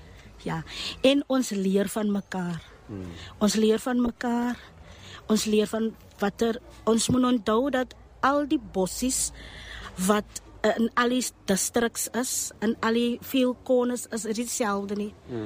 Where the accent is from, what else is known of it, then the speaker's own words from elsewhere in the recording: Eastern Cape, South Africa; Ek is haar van Kobega, Ooskaap. Ja, ek kom waar van Antaf.